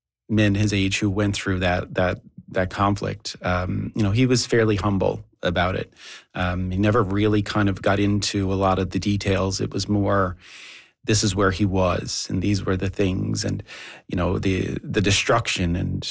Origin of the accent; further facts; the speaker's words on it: Fox Cove, Ontario, Canada; I'm from the Buron Peninsula as well, so I think there was almost a little bit of a kindred soul there. You know, he always wanted to know about my adventures